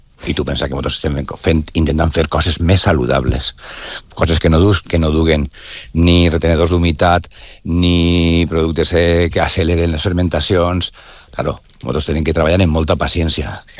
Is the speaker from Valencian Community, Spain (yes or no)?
yes; Valencia, Valencian Community, Spain